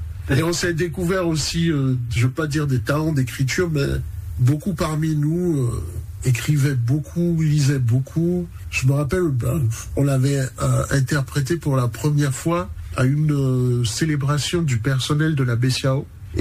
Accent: Benin; je pense que c'est la première fois où on a voyagé, où on est sorti du Bénin pour un concert.

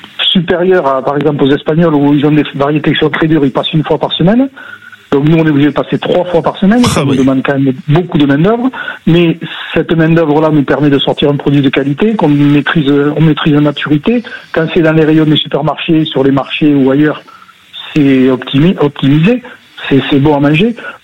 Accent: Razimet, Nouvelle-Aquitaine, France; Moi, je suis pas de Tonneins, c'est à côté. Un petit village qui s'appelle Razimé.

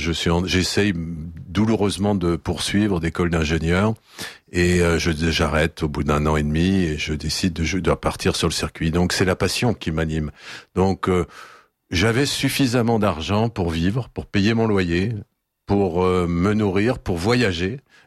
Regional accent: France

